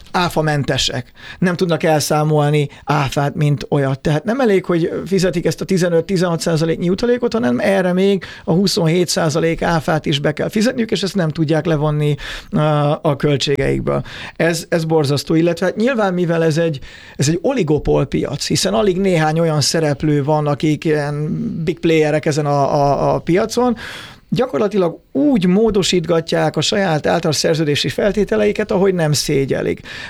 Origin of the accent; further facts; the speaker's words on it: Hungary; Magyarként kezdjük a rossz.